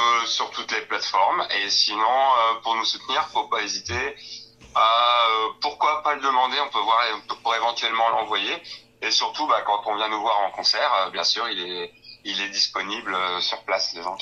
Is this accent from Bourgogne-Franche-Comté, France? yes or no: no; Hauts-de-France, France; On va dire, de l'Aisne, autour de Soissons. On est plus ou moins, moi je suis à 30 minutes de Soissons.